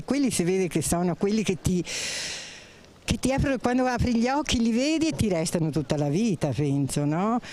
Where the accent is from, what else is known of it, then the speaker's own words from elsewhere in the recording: Marche, Italy; born there; moved away; also born or lived in Veneto; Sono stata 40 anni fuori dalle Marche. Questa non l'avevo mai vista perché sono nata nelle Marche, quindi sono marchigiana. E poi sono andata a lavorare come tutti quanti nel Veneto.